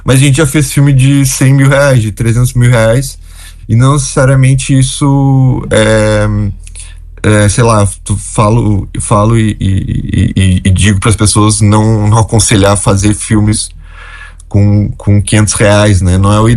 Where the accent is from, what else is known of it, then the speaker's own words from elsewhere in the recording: Rio Grande, Rio Grande do Sul, Brazil; E eu, que sou de Rio Grande